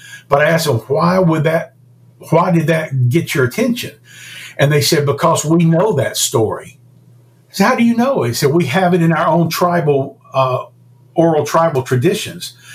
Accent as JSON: {"language": "English", "country": "United States", "said": "being an American entrepreneur"}